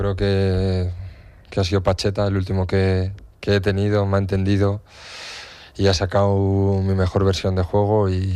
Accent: San Sebastián, Basque Country, Spain; moved away as an adult; now in Almería, Spain; yo soy un hombre de costa, vengo de San Sebastián, de una ciudad preciosa y espectacular, y la ciudad no la conozco mucho aún, yo vivo a las afueras

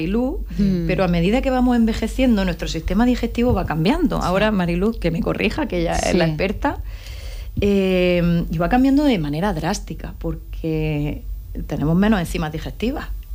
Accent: Chercos, Andalusia, Spain; also born or lived in Líjar; nosotros somos de Cherco y de Lijas, ¿no?

